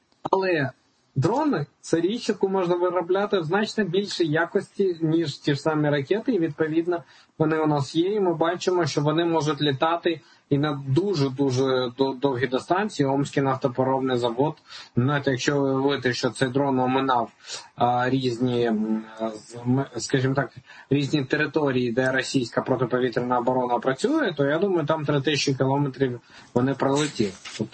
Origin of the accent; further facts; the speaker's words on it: Yahotyn, Kyiv Oblast, Ukraine; now in Kyiv, Ukraine; в моєму рідному Яготині в Київській області